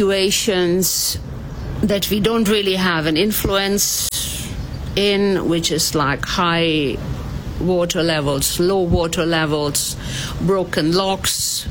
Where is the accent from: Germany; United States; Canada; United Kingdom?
Germany